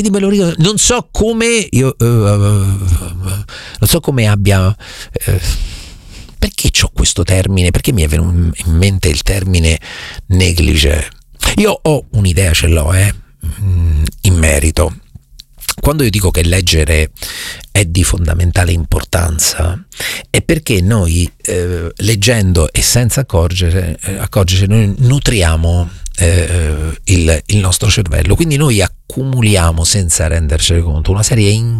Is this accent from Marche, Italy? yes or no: yes; Recanati, Marche, Italy; Io ricordo che una volta quando ero piccolo a Recanati, al mio paese, c'era un dentista